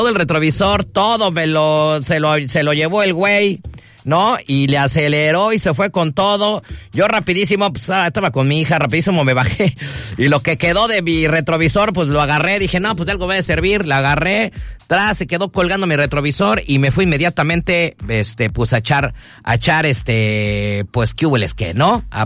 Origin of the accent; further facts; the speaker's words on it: Mexico City, Mexico; Soy chilango, güey.